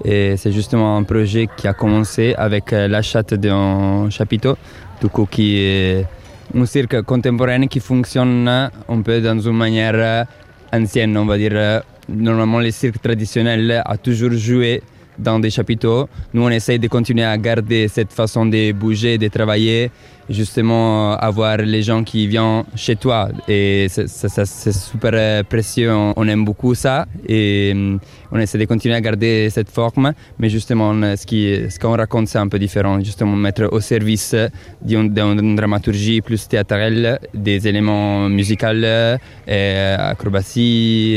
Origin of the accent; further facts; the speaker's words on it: northern Italy, Italy; French is a second language; Moi je viens d'Italie aussi, du nord d'Italie.